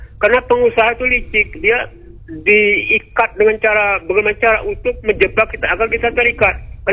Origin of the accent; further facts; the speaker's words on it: Indonesia; Mana saya ini orang asli Indonesia pertama kan